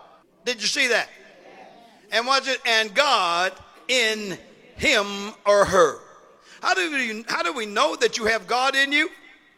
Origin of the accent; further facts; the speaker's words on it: Oakland, California, United States; I'm from West Oakland.